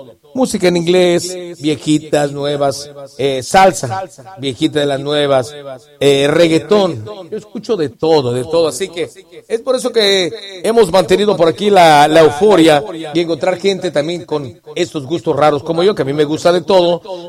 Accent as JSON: {"language": "Spanish", "town": "Acapulco", "region": "Guerrero", "country": "Mexico", "said": "Yo soy de Acapulco, ya saben."}